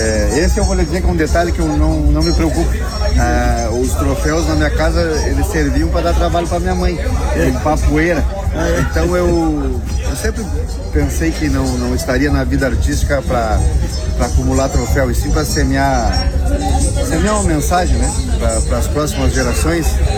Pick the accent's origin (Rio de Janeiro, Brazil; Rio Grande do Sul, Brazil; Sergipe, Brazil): Rio Grande do Sul, Brazil; Bagé; Sou de Bagé.